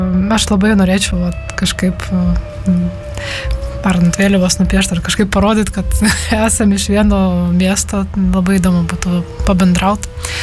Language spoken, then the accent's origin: Lithuanian; Ukraine; now in Lithuania; kad aš esu ukrainietė, kad esu, privalau būti nepasyvų žmogų mane, kad turiu savo pareigos kaip Ukrainos pilietė.